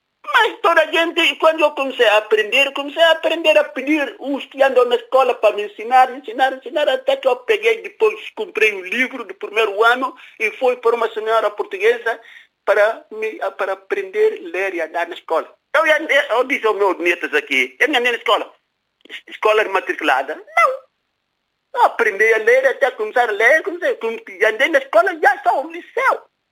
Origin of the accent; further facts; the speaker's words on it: Guinea-Bissau; Portuguese is a second language; E nós, da Guiné